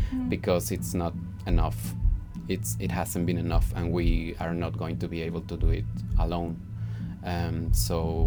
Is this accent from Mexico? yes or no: yes; Mexico; first language Spanish; English is a second language; I come from Mexico